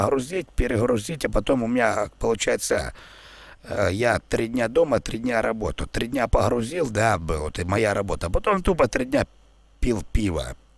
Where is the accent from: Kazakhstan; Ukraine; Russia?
Ukraine; Donbas; now in Germany; Ну, я душою с Донбасса, я там вырос, а потом переехал в Германию.